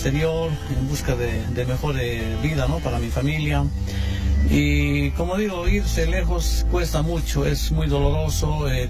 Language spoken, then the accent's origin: Spanish; Tarabujillo, Chuquisaca, Bolivia; now in Tarija, Bolivia; hace 17 años que vivo acá en Tarija. Yo soy de Sucre y me vine a, por estos lados buscando un futuro mejor.